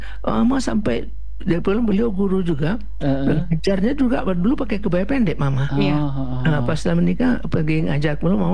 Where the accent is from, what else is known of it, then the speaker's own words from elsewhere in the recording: West Sumatra, Indonesia; Kalau kita Minang nggak pakai batik di bawah, pakai kain gitu dia.